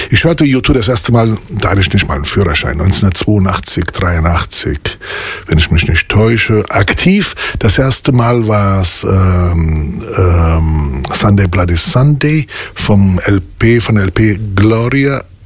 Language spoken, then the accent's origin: German; Italy; Als Italiener muss man sagen, ich will klein bleiben, weil da brauche ich nicht arbeiten.